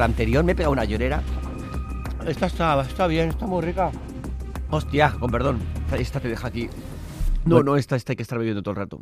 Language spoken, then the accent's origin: Spanish; San Sebastián, Basque Country, Spain